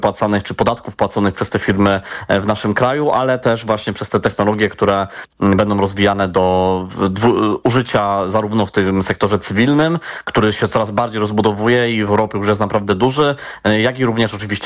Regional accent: Kraków, Lesser Poland, Poland; bo ja sam liczyłem jako krakowianin, żeby ten ośrodek był jednak gdzieś tutaj w Krakowie

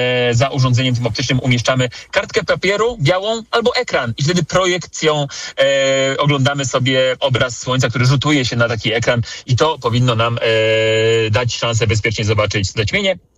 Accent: Warsaw, Masovian Voivodeship, Poland; na prawy brzeg Wisły, czyli na wschodnią stronę Warszawy, skąd sam pochodzę, z Pragi Północ.

